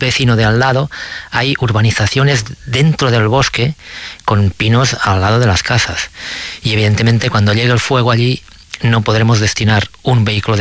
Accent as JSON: {"language": "Spanish", "town": "Sant Sadurní d'Anoia", "region": "Catalonia", "country": "Spain", "tie": "born or raised there"}